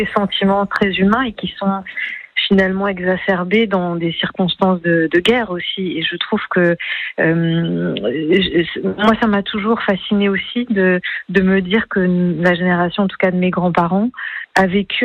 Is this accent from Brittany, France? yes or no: no; Romans-sur-Isère, Auvergne-Rhône-Alpes, France; raison pour laquelle j'ai grandi moi-même à Romans et dans cette région.